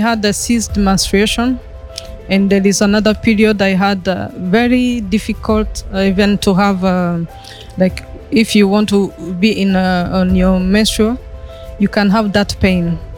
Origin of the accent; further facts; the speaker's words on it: France; I'm coming from France.